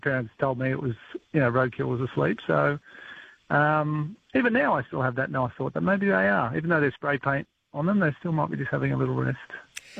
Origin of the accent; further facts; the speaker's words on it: Batemans Bay, New South Wales, Australia; moved away; also born or lived in Canberra; born and raised in Batemans Bay.